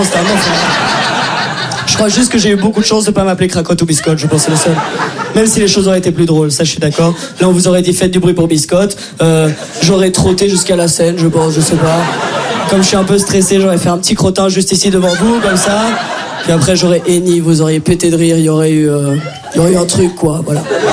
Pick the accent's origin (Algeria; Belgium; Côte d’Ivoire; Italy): Belgium; C'est peut-être mon accent de Bruxelles ou mon immense voix, je sais pas. Mais en tout cas, je viens pas de France, voilà, je viens de Belgique.